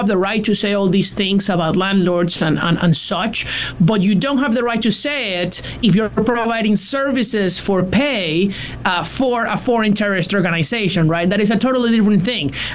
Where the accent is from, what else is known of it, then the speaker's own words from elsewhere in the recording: Venezuela; moved away; I'm originally from Venezuela.